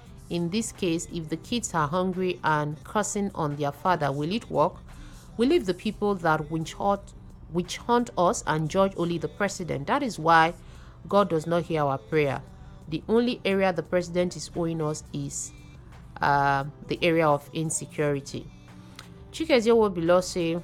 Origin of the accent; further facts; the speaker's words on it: Khana, Rivers, Nigeria; I am from Kana local government.